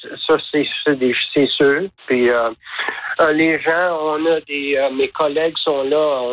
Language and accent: French; Quebec, Canada; born there; now in Okanagan, British Columbia, Canada; Alors, je suis né au Québec, puis, mais ça fait depuis 1980 que je suis ici, en Colombie-Britannique.